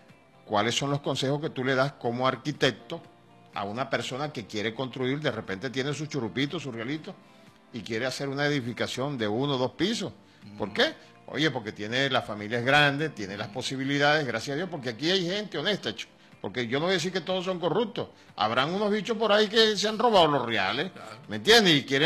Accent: Cantabria, Spain; Por lo menos el hospital de mi pueblo allá en Cantabria fue construido sobre arcilla expansiva, barro.

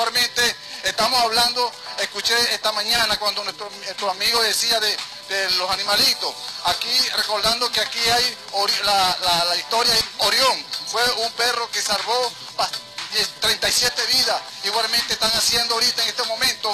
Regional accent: Venezuela; Aquí estamos unidos como familia, como venezolanos que somos.

